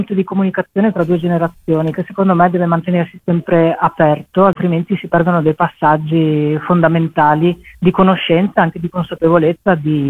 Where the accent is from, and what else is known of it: Borgo Valsugana, Trentino-Alto Adige, Italy